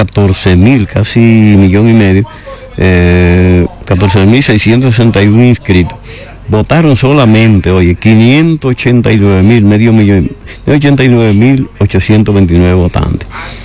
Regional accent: Dominican Republic; mi país, República Dominicana

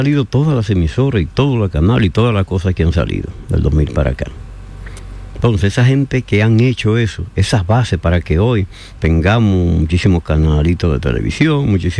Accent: San Francisco de Macorís, Duarte, Dominican Republic; moved away as an adult; also born or lived in Santo Domingo / New York; primero en mi pueblo natal, San Francisco, Santo Domingo, en Estados Unidos, en Nueva York, después volví a la capital

